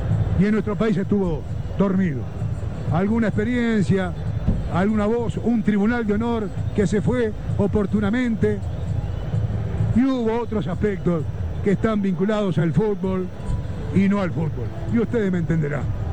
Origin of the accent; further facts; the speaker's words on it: Uruguay; Somos los futboleros uruguayos. Somos la sociedad uruguaya.